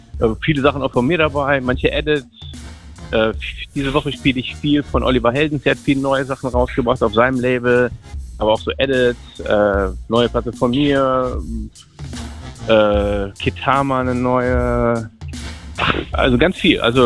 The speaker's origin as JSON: {"language": "German", "region": "North Rhine-Westphalia", "country": "Germany", "tie": "born or raised there", "said": "Am Wochenende bin ich mal wieder in meiner Heimat im Ruhrgebiet."}